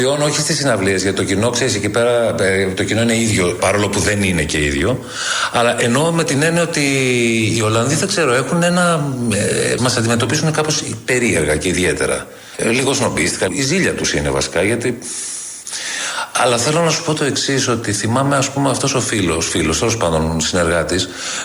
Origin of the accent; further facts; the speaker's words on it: Greece; Αλλά όταν είμαι εκτός Ελλάδος και κάποιος πάει να μου θίξει την πατρίδα μου, γίνομαι θηρίο.